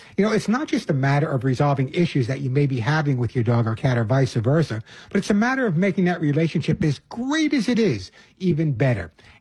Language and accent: English; Long Island, New York, United States; born or raised there